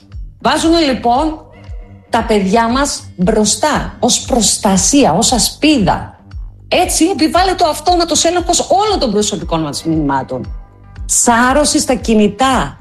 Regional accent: Greece; Προσπαθώ να βγάλω κι εγώ έτσι μια άκρη σαν Ελληνίδα φορολογούμενη.

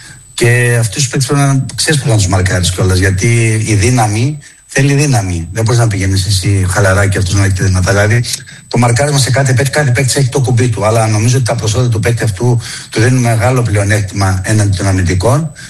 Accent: Greece

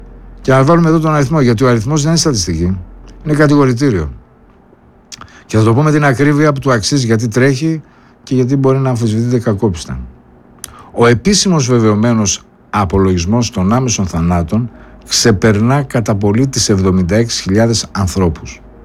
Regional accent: Greece; εγώ είμαι Έλληνας. Στην Ελλάδα ζω.

